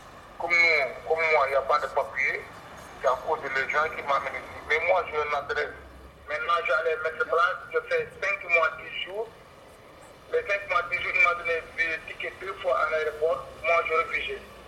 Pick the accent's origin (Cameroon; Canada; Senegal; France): Senegal; moved away as an adult; now in Belgium; mon pays d'origine du Sénégal. Ouais. Ça fait 8 ans que je suis là en Belgique. Moi, je venais ici en 2015, je demande asile